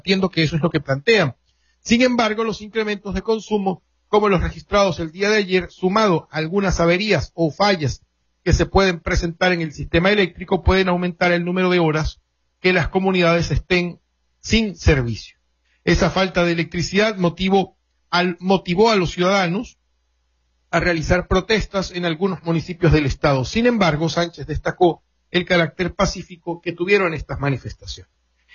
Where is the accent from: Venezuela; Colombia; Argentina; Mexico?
Venezuela; nos afectan como país, como venezolanos.